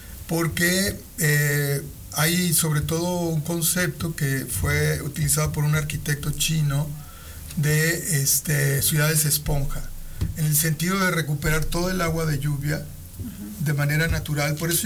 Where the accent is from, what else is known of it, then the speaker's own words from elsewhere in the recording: Aguascalientes, Mexico; yo soy del Encino